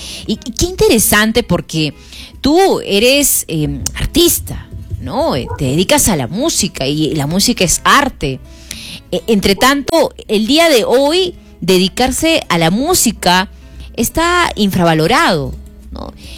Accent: Arequipa, Peru

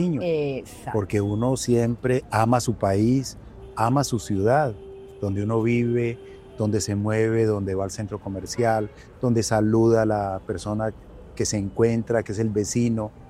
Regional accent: Cali, Valle del Cauca, Colombia; also born or lived in Popayán; aunque no nací en Cali, nací en Popayán. Desde muy niño llegué a la ciudad, pero amo a esta ciudad.

